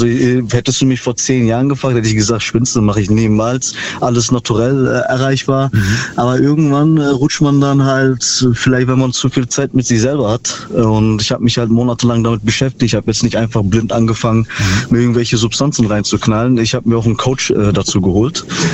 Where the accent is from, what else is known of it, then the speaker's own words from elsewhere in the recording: Ravensburg, Baden-Württemberg, Germany; Aus Ravensburg.